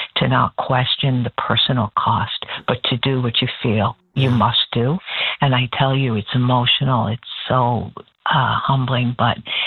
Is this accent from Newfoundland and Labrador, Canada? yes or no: yes; Newfoundland and Labrador, Canada; as a Newfoundlander and Labradorian, the pride in that ability to stand and rise above what anyone could ever imagine was possible